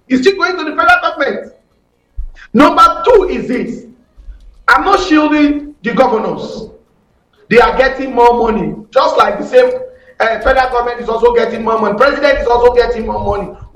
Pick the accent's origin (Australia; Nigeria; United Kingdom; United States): Nigeria; I will speak naturally as Nigerian.